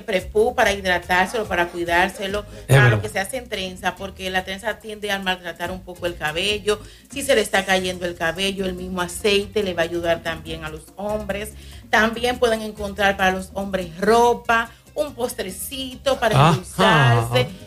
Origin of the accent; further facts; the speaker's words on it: Espaillat, Dominican Republic; Yo soy de Quebrada Honda.